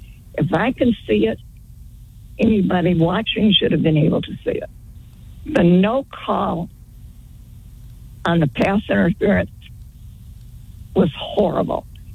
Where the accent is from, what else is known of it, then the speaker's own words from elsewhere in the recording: Florida, United States; also born or lived in Michigan; now, I'm from Florida. Prior to that, Michigan.